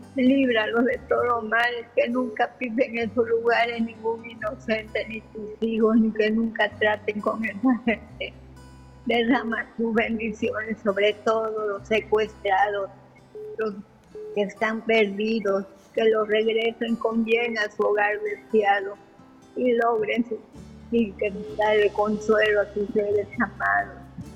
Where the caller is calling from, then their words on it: Veracruz, Mexico; que estoy hablando de Veracruz.